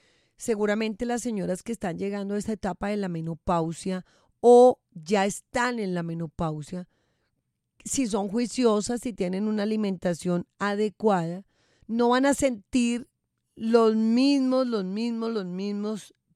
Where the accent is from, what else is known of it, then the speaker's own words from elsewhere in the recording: Boyacá, Colombia; moved away; visitando Boyacá, mi tierra querida.